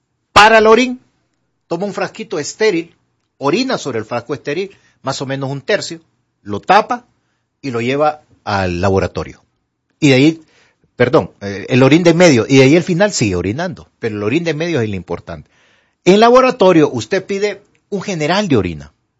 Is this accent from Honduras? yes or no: yes; Honduras; Así somos los hondureños.